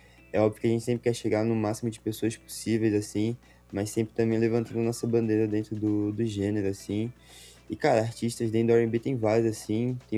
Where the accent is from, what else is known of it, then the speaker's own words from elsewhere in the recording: Florianópolis, Santa Catarina, Brazil; now in São José, Brazil; E já faz um tempo que eu vim pra cá, assim. Mas eu cresci e fui criado lá no Estreito, né? Uhum. Floripa